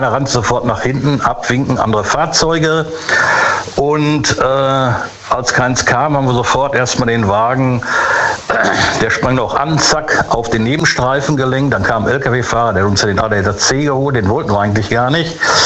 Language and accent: German; Gelsenkirchen, North Rhine-Westphalia, Germany; Buhr, Gelsenkirchen.